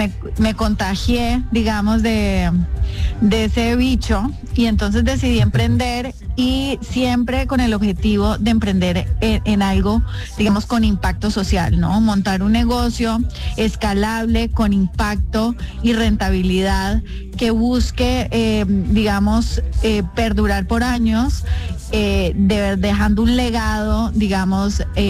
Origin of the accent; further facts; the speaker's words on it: Costa Rica; moved away as an adult; also born or lived in Medellín, Colombia / New York, United States; now in Lima, Peru; Yo soy originalmente de Medellín. Nacida en Medellín, pero me fui a Costa Rica cuando tenía 2 años casi por la violencia que había en Medellín en esa época. Mis papás decidieron salir del país. Me crié en Costa Rica